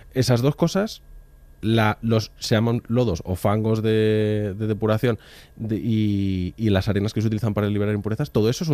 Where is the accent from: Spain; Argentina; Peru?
Spain; Madrid, Community of Madrid